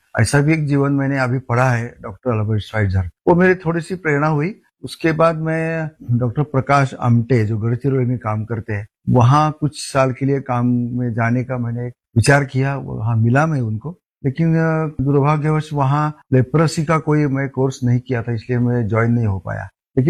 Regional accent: Satara, Maharashtra, India; मैं रहने वाला सतारा महाराष्ट्र का हूँ

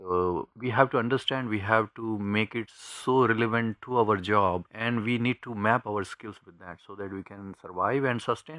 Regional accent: Udaipur, Rajasthan, India; moved away as an adult; also born or lived in Mumbai / Pune; now in United States; I grew up in Udaipur and studied there, and then later for the job reason I had to move from Udaipur to different places

